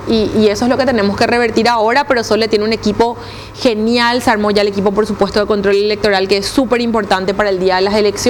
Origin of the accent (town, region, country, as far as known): Paraguay